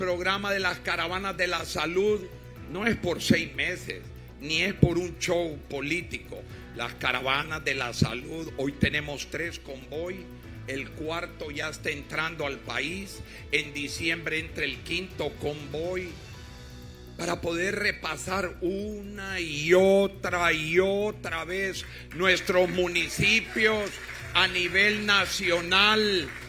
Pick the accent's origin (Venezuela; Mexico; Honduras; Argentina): Honduras; Aquí todos somos hondureños